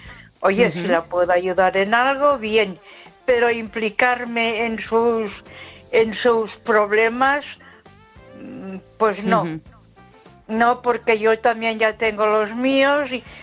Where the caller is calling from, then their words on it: Ponferrada, Castile and León, Spain; de Ponferrada.